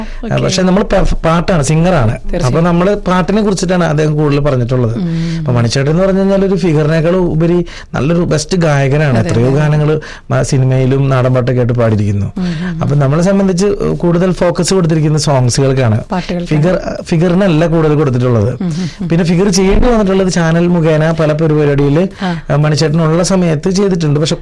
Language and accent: Malayalam; Chalakudy, Kerala, India; ഞാനൊരു ചാലക്കുടിക്കാരനാണെന്ന് പറയുന്നതിൽ എനിക്ക് ഭയങ്കര അഭിമാനമാണ്.